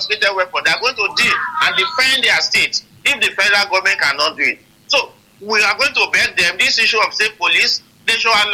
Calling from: Ibadan, Oyo, Nigeria; I'm calling from Jericho area in Ibadan.

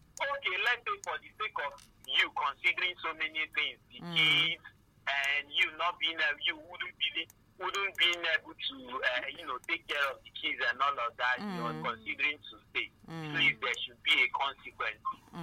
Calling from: Abakaliki, Ebonyi, Nigeria; I'm calling you from Abakaliki.

